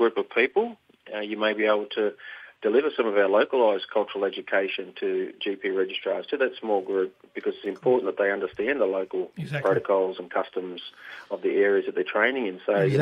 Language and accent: English; New South Wales, Australia; I'm a proud Warramai and Bundjalung man. I'm born and bred on Biripi country in Mid-North Coast, New South Wales.